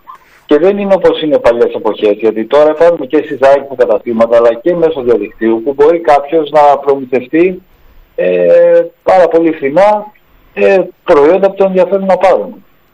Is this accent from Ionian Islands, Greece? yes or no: yes; Zakynthos, Ionian Islands, Greece; νιώθω ξένος στον τόπο μου